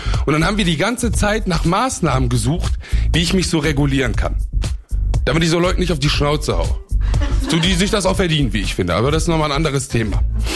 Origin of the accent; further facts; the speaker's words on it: Duisburg, North Rhine-Westphalia, Germany; Ich bin nicht nur in Marxloh aufgewachsen, ich bin in einem Asylheim in Marxloh aufgewachsen.